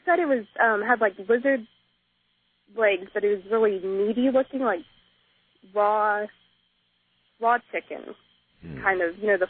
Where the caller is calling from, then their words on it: Fort Worth, Texas, United States; I'm calling from Fort Worth.